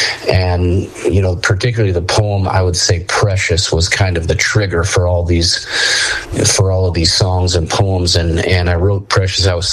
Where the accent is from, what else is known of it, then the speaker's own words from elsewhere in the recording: Utah, United States; You know, growing up in Utah, if you grow up as a as a rural kid here in Utah, hunting is kind of the family vacation it was for us.